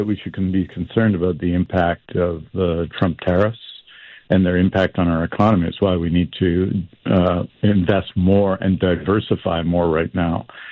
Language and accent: English; Vancouver, British Columbia, Canada; I grew up in Vancouver, Scott. It's a bit of a tradition to go to Bellingham or to go to Seattle.